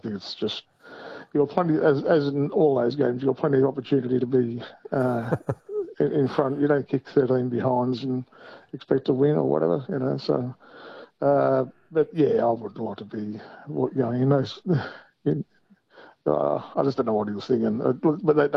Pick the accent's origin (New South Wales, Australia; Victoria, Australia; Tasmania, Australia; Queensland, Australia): New South Wales, Australia; Newcastle; I'm actually from Newcastle